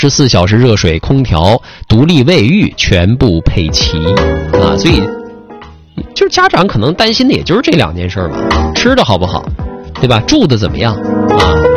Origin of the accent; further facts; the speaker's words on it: Jilin, China; 首先这是我们吉林人自己人